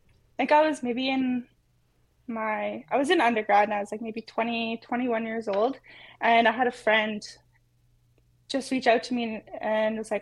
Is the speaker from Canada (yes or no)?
yes; Ontario, Canada; I'm Korean Ojibwe from Sagamok Anishinaabek in Northern Ontario on my mom's side and Munchausen Cree Nation on my dad's.